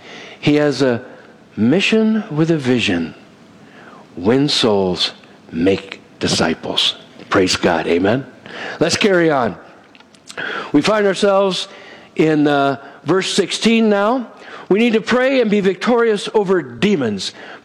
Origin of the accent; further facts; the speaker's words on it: West Covina, California, United States; You know, where I grew up in West Covina, California, Southern Cal, it's about probably 30 to 40 minutes from L.A., going east, known as the San Gabriel Valley.